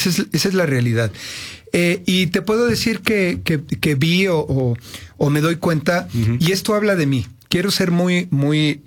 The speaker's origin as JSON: {"language": "Spanish", "country": "Mexico", "said": "todo eso que por supuesto que como mexicano te quieres sumar."}